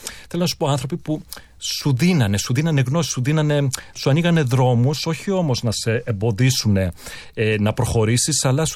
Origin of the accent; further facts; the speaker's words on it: Greece; moved away; also born or lived in New York; της δικής μου ματιάς και ως Έλληνας